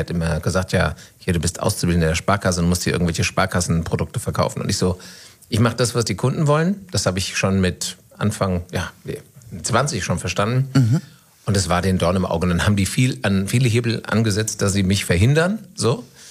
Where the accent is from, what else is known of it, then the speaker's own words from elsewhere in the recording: Bad Homburg, Hesse, Germany; also born or lived in Hanau / Bad Vilbel / Frankfurt; Ich bin in Hanau geboren, aber wirklich auch nur geboren und aufgewachsen in Bad Homburg und Bad Vilbel.